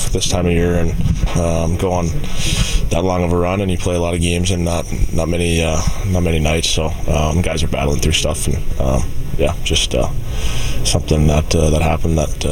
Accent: Western Canada, Canada; I mean, he's obviously a Western Canadian kid, and growing up in Western Canada, I always knew who he was

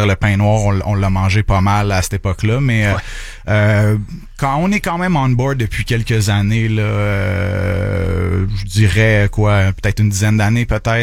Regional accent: Montreal, Quebec, Canada; Évidemment, on a grandi à Montréal, fait que pour nous, c'est juste... c'est naturel

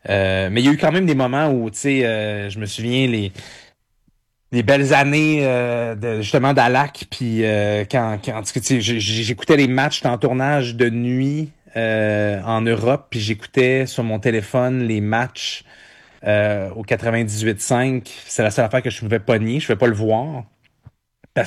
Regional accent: Montreal, Quebec, Canada; born there

